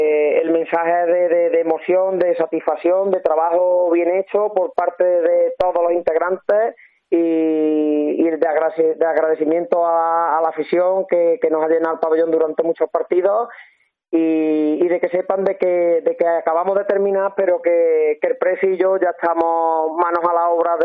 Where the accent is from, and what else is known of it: Pedrera, Andalusia, Spain